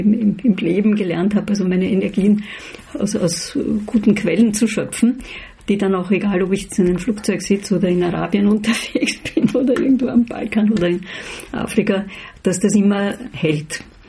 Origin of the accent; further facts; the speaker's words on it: Vienna, Austria; Also ich bin Wienerin und bin in Wien zu Hause, und dort ist also absolut mein Lebensmittelpunkt immer gewesen und ist es auch weiterhin.